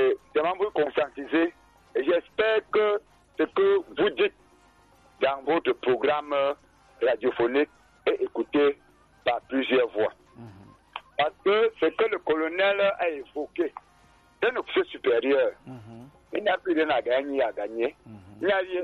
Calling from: Cameroon; Je suis un jeune Camerounais.

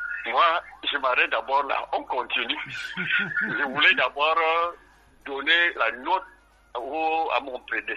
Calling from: Cameroon; au Cameroun, comme je suis Camerounais

